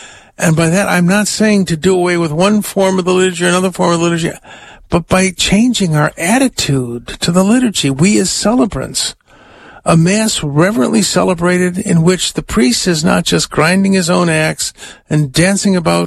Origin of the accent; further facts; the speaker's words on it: United States; I have a German background, and I'm an American